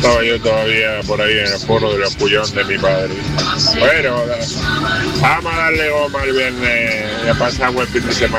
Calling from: Andalusia, Spain; de aquí, de mi pueblo, de Guadalmantola, Almería

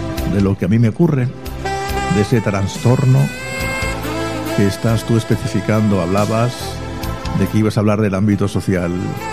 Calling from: Barcelona, Catalonia, Spain; … de Barcelona.

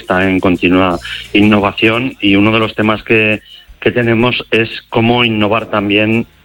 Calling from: Cadrete, Aragon, Spain; Pues bueno, hoy estoy aquí en mi pueblo, en Cadrete, al lado de Zaragoza.

